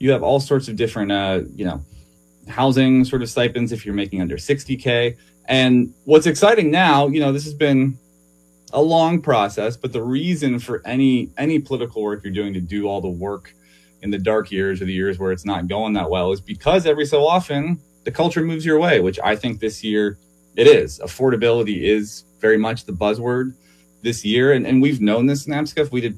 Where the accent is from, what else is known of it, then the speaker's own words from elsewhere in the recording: Pittsburgh, Pennsylvania, United States; particularly in a state like ours, PA, like, you know, hard work ethic. I grew up in Pittsburgh, still live here.